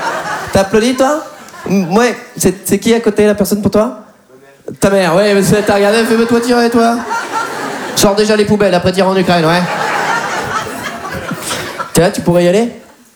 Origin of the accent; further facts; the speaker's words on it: Poitiers, Nouvelle-Aquitaine, France; 29 ans. Moi, je viens de Poitiers.